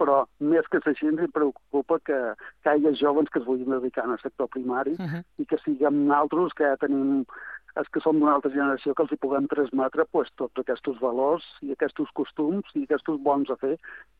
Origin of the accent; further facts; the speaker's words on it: Sant Carles de Peralta, Balearic Islands, Spain; el meu poble, Sant Carlos